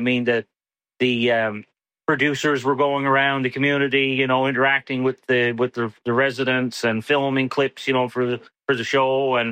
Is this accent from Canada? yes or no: yes; Dildo, Newfoundland and Labrador, Canada; And I've never been ashamed to ever say I was from Dildo.